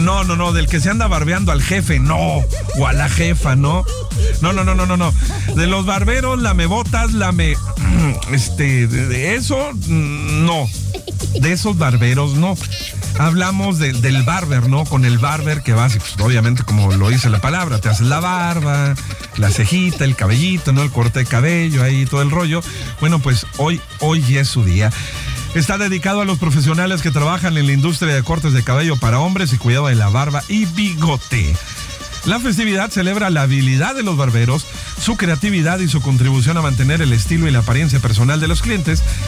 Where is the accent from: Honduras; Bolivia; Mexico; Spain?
Mexico; Así somos los mexicanos, ¿a poco no?